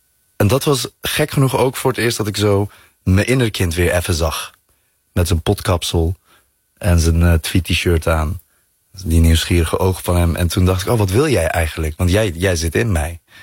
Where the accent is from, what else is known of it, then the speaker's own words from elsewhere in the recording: North Brabant, Netherlands; Nee, want ik kom uit West-Brabant en daar was discriminatie best wel gewoon veel voorkomend.